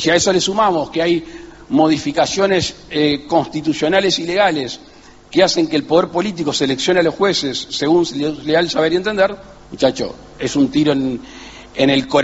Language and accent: Spanish; Uruguay; yo soy el presidente de la República Oriental de Uruguay.